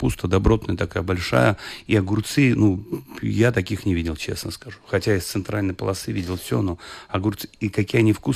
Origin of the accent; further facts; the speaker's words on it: Mordovia, Russia; я у себя на малой родине, в Мордовии.